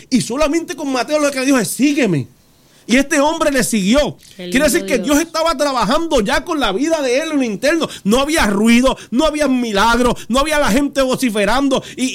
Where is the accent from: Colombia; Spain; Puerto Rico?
Puerto Rico; Es que nosotros no somos impacientes y puertorriqueños más aún.